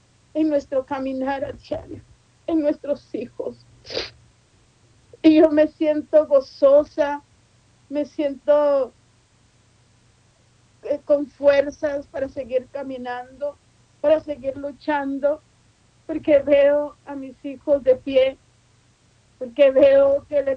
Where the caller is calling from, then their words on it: Guatemala; Yo soy de Guatemala